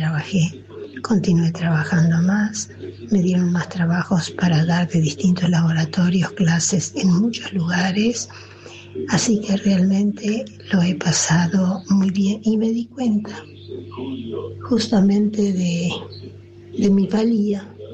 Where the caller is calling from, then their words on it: San Martín, Buenos Aires Province, Argentina; de San Martín.